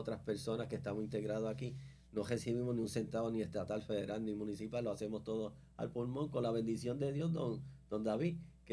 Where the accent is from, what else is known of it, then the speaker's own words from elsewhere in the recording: Toa Alta, Puerto Rico; pues yo soy de Toalta y yo soy una persona con impedimento en silla de ruedas también.